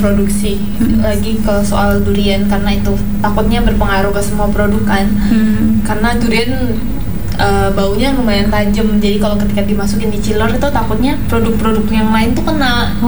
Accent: Fakfak, West Papua, Indonesia; Ya, asli Fak-Fak sih. Ya, mama-papa dari dulu udah di Fak-Fak ya, Cik. Jadi, mau dibilang asli Fak-Fak ya asli Fak-Fak. Udah lahir besar di sini gitu kan. Kalau usianya aku 23.

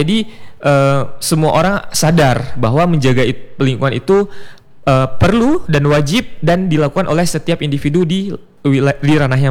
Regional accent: Aceh, Indonesia; di desa saya. Di Allahab, Cot Gire, Kabupaten Aceh Utara.

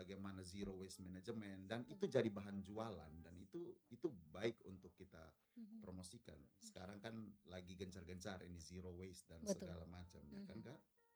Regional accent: Bajawa, East Nusa Tenggara, Indonesia; Karena saya asli Bajawa. Saya bapak mama tuh Bajawa.

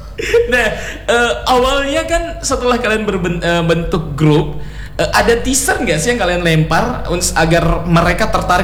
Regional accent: Sudiang, South Sulawesi, Indonesia; Saya juga orang sana.

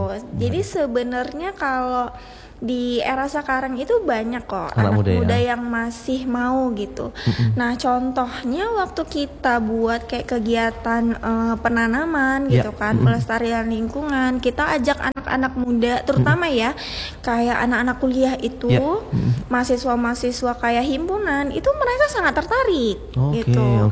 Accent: Aceh, Indonesia; moved away; Nah saya sempat pulang kampung dulu, dan memang saya kan tinggal di daerah pesisir juga ya yeah. itu di Aceh Tamiang

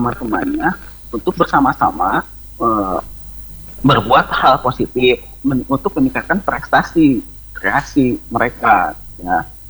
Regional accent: West Java, Indonesia; saya kan orang bukan asli Sangihe juga ya, saya dari Jawa Barat.

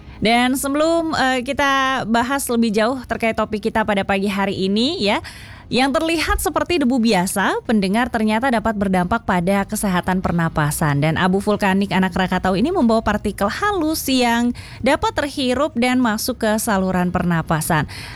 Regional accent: Bogor, West Java, Indonesia; kita nih juga warga Bogor

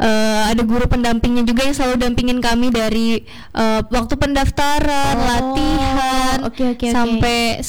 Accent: Palangkaraya, Central Kalimantan, Indonesia; born there; also born or lived in Lamandau Regency; Kalau aku tuh emang lahirnya di Palangka dan emang awalnya tinggalnya di Palangkaraya, cuman karena papa tuh pindah tugas jadi merantau lah ke Kabupaten Lamanda waktu itu.

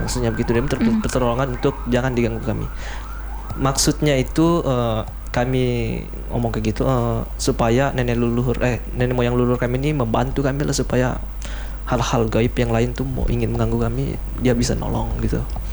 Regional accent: North Kalimantan, Indonesia; kita sebagai suku Tidung di Kabupaten Nunukan ini

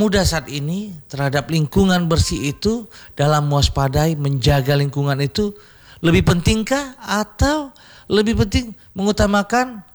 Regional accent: Aceh, Indonesia; Tentunya kita Aceh sudah pernah kita rasakan bagaimana dahsyatnya tsunami Aceh 2004.

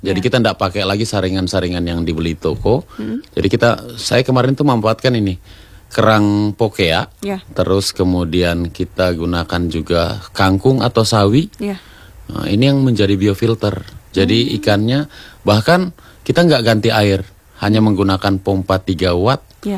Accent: Sulawesi, Indonesia; kita orang Sulawesi

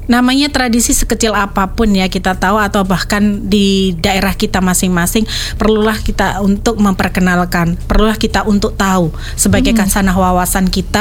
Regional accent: Java, Indonesia; budaya kita Jawa

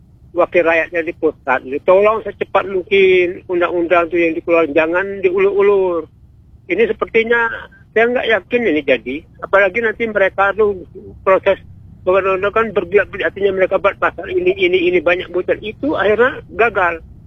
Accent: Indonesia; Kok maaf kita orang asli Indonesia hidup garis kemiskinan

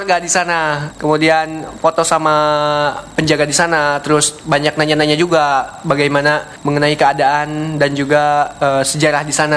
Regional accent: Bandung, West Java, Indonesia; saya dari Bandung.

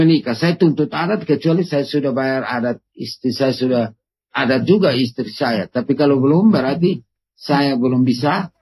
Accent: Amanuban, East Nusa Tenggara, Indonesia; saya kan orang Amanuban

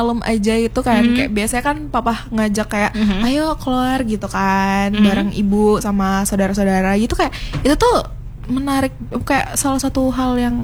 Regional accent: Southeast Sulawesi, Indonesia; Sulawesi Tenggara.

